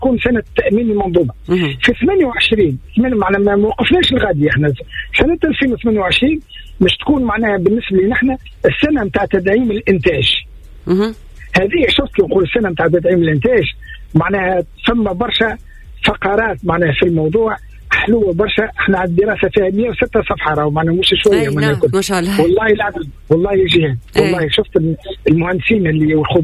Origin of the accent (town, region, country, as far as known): Tunisia